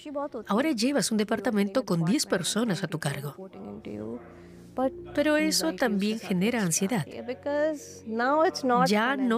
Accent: Karachi, Sindh, Pakistan; Crecí en Karachi. Mi padre trabajaba para el ferrocarril y tuvimos mucho espacio para jugar.

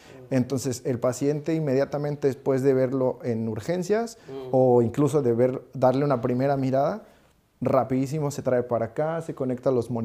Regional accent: Mexico; moved away as an adult; now in Berlin, Germany; para uno como mexicano y acostumbrado a ciudades tan grandes es muy pequeño

